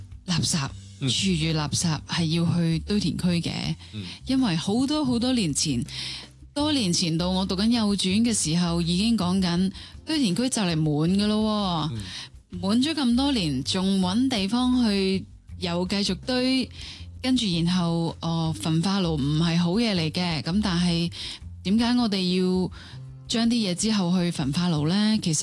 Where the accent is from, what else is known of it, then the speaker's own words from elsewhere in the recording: Hong Kong; 我其实自己本身就土生土长香港人啦，我哋细细个就冇乜厨余嘅教育